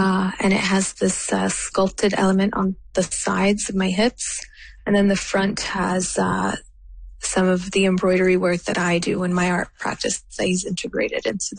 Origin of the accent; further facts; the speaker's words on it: Palestine; also means as a Palestinian and also as a Canadian, it kind of gives a bit of inspiration or power to other Palestinians, other Canadians